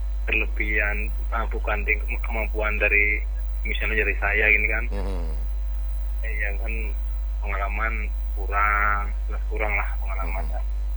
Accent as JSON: {"language": "Indonesian", "region": "Java", "country": "Indonesia", "tie": "born or raised there", "moved": "yes", "said": "di kampung saya di Jawa"}